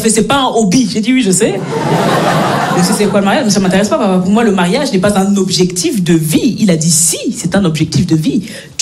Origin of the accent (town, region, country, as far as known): Belgium; born or raised there